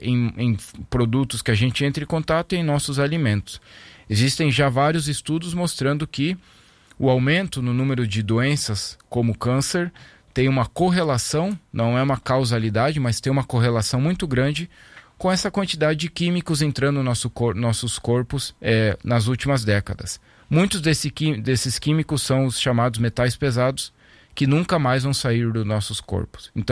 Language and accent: Portuguese; Brazil; eu tenho muito orgulho de dizer que sou brasileiro